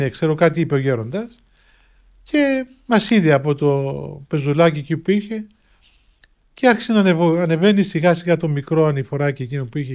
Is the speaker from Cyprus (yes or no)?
yes; Cyprus; μου είπε παιδάκι μου καλό, από πού είσαι, λέω από την Κύπρο γέροντα.